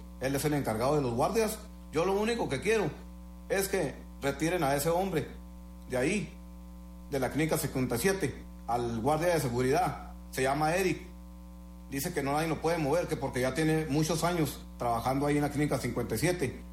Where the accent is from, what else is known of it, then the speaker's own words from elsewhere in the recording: Chihuahua, Mexico; Yo soy un ciudadano de Elisa, Chihuahua, originario y nacido aquí.